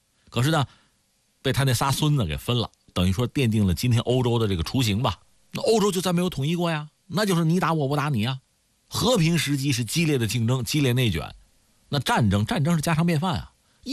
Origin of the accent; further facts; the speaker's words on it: China; 我们中国人